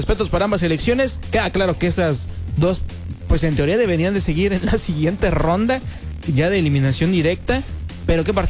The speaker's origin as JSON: {"language": "Spanish", "country": "Mexico", "said": "somos mexicanos."}